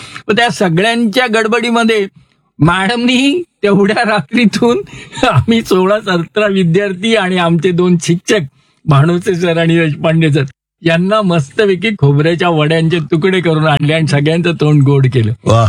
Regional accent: Nashik, Maharashtra, India; born there

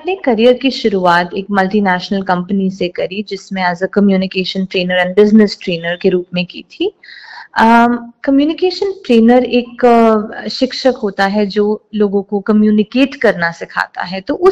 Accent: Delhi, India; अगर मैं अपने बचपन की बात करूं तो मेरा बचपन दिल्ली में बीता है, वहीं मेरा जन्म हुआ, वहीं मैं पली बड़ी

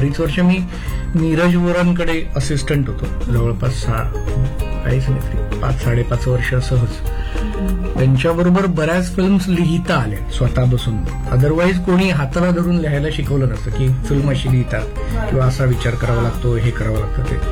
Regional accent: Mumbai, Maharashtra, India; नंतर आई वडिलांची ट्रान्सफर झाली माझ्या औरंगाबादला आणि मी आणि माझी बहीण इकडे मावशीकडे लहानाचे मोठे झालो कृष्णनगरमध्ये बोरिवलीला.

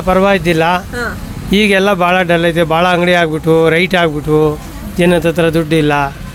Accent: Sominakoppa, Karnataka, India; ಇಲ್ಲೇ ಸೋಮಿನಕೊಪ್ಪ. ಸೋಮಿನಕೊಪ್ಪನೇ ಹುಟ್ಟಿದ್ದು ಬೆಳೆದಿದ್ದು, ಶಾಲೆಗೆ ಎಲ್ಲ ಅದೇನೆ

